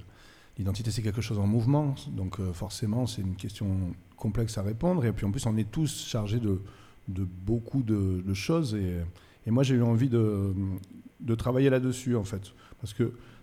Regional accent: Nice, Provence-Alpes-Côte d'Azur, France; born there; Et moi, je suis né à Nice.

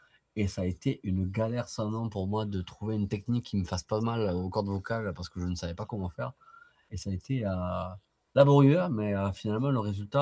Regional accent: Perpignan, Occitanie, France; Nous, on est comme une dynastie, on est de Perpignan, c'est tout petit, c'est compliqué de sortir de Perpignan.

